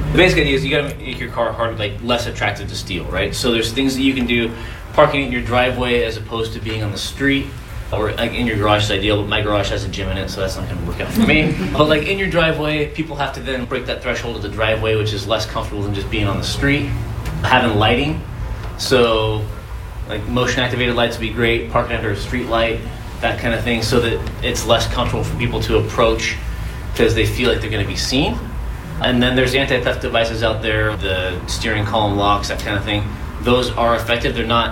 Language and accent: English; Oregon, United States; So I grew up just outside of East Precinct, off 162nd and Foster, just in the Clackamas County. So I went to Centennial Schools.